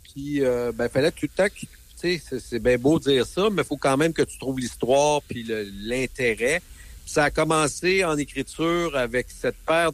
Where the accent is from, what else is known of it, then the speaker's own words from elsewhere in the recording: Kingsey Falls, Quebec, Canada; j'ai passé mon enfance, la plus grande partie de mon enfance, même si je suis né à Amnord, à Kings and Falls, parce que mon père travaillait pour Cascade.